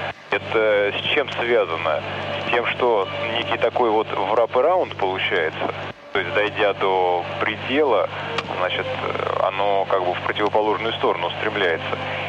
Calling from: Volgograd, Volgograd Oblast, Russia; я тут сам из Волгограда.

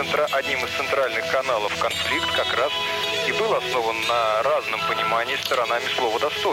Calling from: Volgograd, Volgograd Oblast, Russia; Я вот из Волгограда вам звоню.

